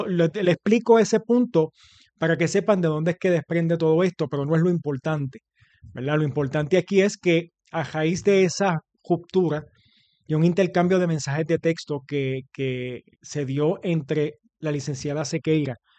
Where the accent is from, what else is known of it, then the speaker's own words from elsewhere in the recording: Ponce, Puerto Rico; born there; now in Juana Díaz, Puerto Rico; Yo soy de, bueno, nací en Ponce, resido en Juana Díaz